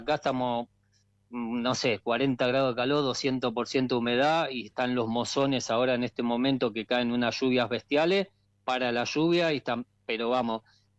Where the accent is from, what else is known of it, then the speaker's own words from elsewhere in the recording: Buenos Aires, Argentina; born there; moved away as an adult; also born or lived in Catalonia, Spain; nosotros como argentinos viviendo en Argentina no vimos la carrera de Messi. Pero los que vivimos en Barcelona